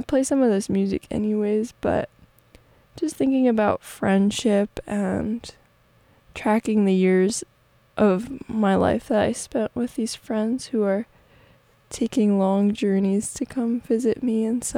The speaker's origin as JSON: {"language": "English", "region": "East Coast", "country": "United States", "said": "I'm from the East Coast, and I just had a friend visiting, and she was so tripped out that it was 9 p.m. and the sun was still out."}